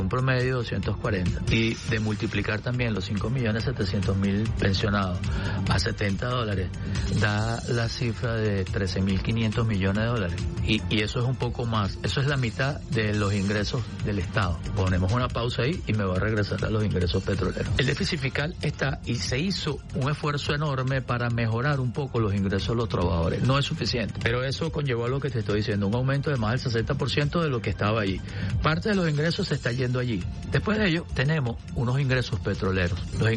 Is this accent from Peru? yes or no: no; Venezuela; es que yo como venezolano lo siento en mi bolsillo.